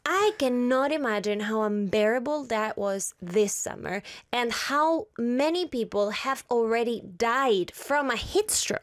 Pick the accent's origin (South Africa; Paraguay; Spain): Spain; I am from Spain.